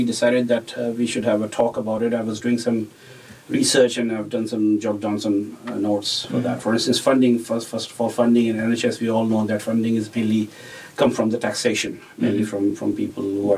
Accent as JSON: {"language": "English", "town": "Melbourne", "region": "Victoria", "country": "Australia", "said": "I'm from Melbourne, so they're private billing practices."}